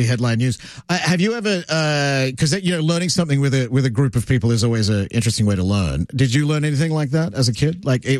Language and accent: English; Australia; I grew up in Australia.